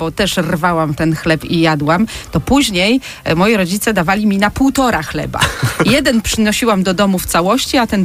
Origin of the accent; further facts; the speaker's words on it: Bielawa, Lower Silesian Voivodeship, Poland; moved away; jak byłam mała i byłam wysyłana po chleb do piekarni w mojej rodzinnej Bielawie